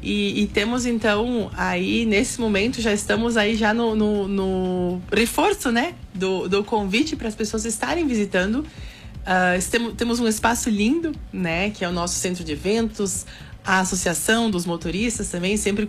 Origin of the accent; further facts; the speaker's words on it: Rio Grande do Sul, Brazil; somos gaúchos